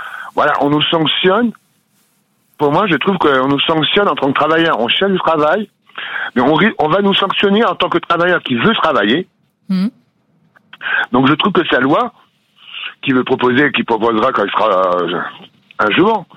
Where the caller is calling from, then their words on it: Chivres-Val, Hauts-de-France, France; de Chivreval, dans les Hauts-de-France, en Picardie.